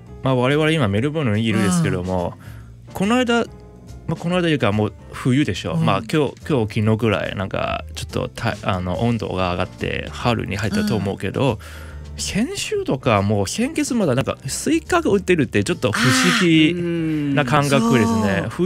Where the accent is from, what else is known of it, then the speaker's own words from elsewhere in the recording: Hong Kong; Japanese is a second language; まあ、僕も香港出身なんですけども、あの、まあ、割と香港と日本はやっぱ似てるですね